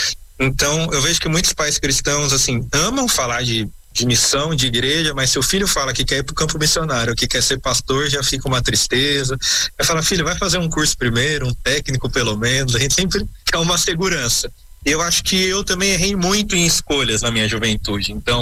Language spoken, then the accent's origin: Portuguese; São Paulo, Brazil; eu vim de São Paulo. Geralmente quem mora em São Paulo, por mais humilde que você seja, se você é ligado a alguma igreja, você tem muito acesso a estudo.